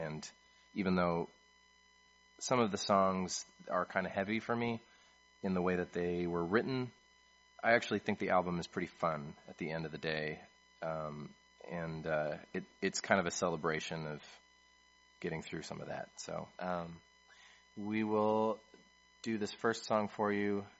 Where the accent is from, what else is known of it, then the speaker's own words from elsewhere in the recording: Canada; moved away as an adult; now in New York City, United States; I'm from Canada originally, and I was leaving Canada, figuring out who I am in the U.S.